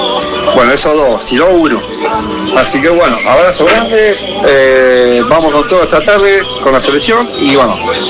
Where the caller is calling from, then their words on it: Capitán Bermúdez, Santa Fe, Argentina; de Capitán Bermúdez, trabajando en Puerto San Martín.